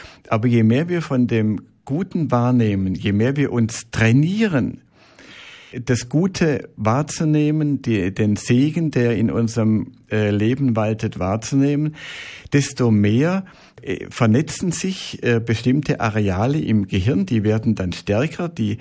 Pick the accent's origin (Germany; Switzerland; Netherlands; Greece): Germany; Swabia; Ich bin ja Schwabe